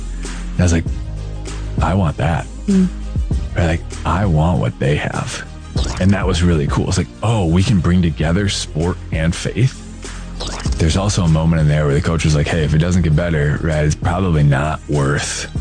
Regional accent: Minnesota, United States; I grew up in Minnesota. I'm from the Twin Cities area, kind of northwest suburbs of the Twin Cities. And just growing up, like as a family, we went to mass every week.

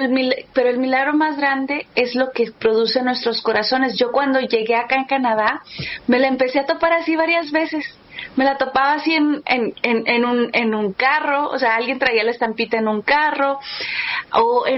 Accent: Mexico City, Mexico; aunque yo pues nací en la Ciudad de México y pude ver a nuestra Madre Guadalupe ahí por mucho tiempo

